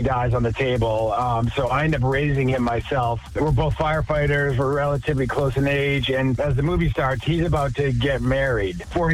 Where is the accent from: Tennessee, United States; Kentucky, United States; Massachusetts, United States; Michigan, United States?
Massachusetts, United States; Plymouth; born or raised there